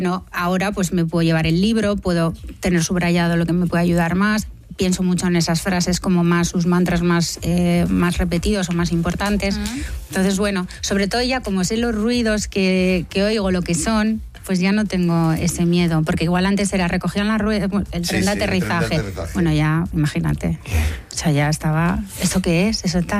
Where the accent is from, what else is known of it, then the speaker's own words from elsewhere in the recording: Bilbao, Basque Country, Spain; lo primero es que yo soy de Bilbao y no voy en avión nunca a Bilbao